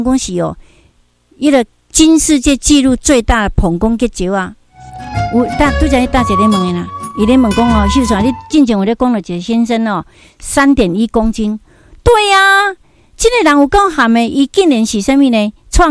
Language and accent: Chinese; Daegu, North Gyeongsang, South Korea; 我的故乡在大邱，因为我是大邱人哈。